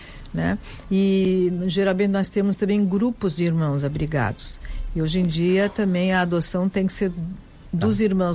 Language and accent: Portuguese; Germany; Eu sou alemã, Dankeschön.